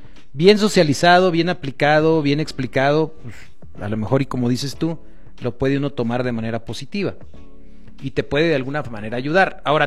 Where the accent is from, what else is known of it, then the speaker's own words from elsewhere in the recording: Mexico; todos los mexicanos que no seamos de Nuevo León